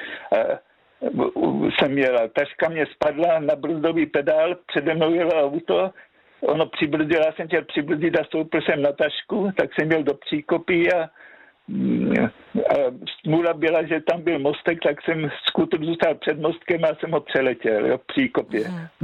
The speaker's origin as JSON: {"language": "Czech", "region": "South Moravian Region", "country": "Czechia", "lives_now": "Brno, Czech Republic", "said": "No, taky pocházím ze Slovácka, jo, takže..."}